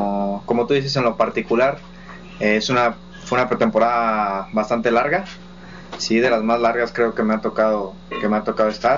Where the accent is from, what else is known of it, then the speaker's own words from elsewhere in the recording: Tamaulipas, Mexico; uno como tamaulipeco, no soy de Ciudad Victoria, pero como tamaulipeco